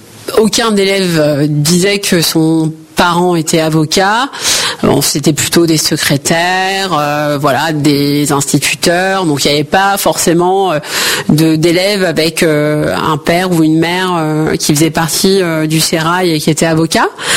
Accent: Rosny-sous-Bois, Île-de-France, France; born there; Alors moi je suis née à Rosny-sous-Bois. C'est une commune aujourd'hui qui comprend 45 000 habitants.

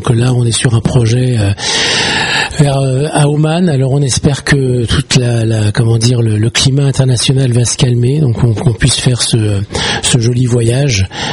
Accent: Saint-Leu-la-Forêt, Île-de-France, France; je viens de Saint-Leu-la-Forêt.

